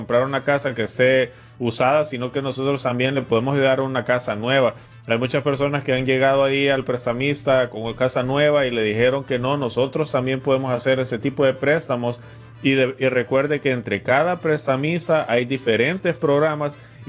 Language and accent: Spanish; El Salvador; Unidos como salvadoreños